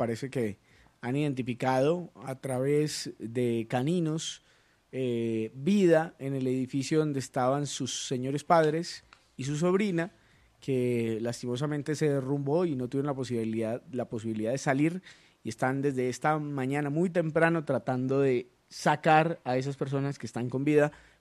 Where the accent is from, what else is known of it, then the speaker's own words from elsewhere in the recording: Zarzal, Valle del Cauca, Colombia; born there; yo nací en Zarzal Valle.